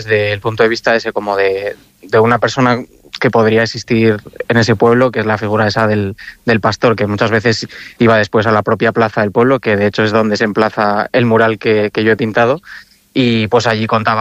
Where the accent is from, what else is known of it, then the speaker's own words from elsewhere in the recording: Madrid, Community of Madrid, Spain; moved away as an adult; now in Aragon, Spain; soy madrileño, pero vivo en Aragón desde hace 12 años.